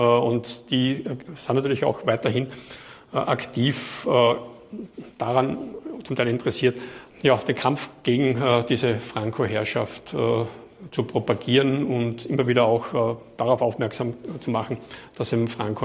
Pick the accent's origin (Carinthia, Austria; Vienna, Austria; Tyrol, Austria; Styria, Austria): Styria, Austria; Graz; die damals in Wöllersdorf gewesen sind oder bei uns in Graz, in Waldendorf draußen